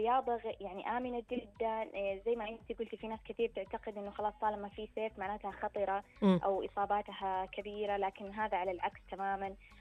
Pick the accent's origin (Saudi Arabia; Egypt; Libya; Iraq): Saudi Arabia; لقيمنا كعرب كسعوديين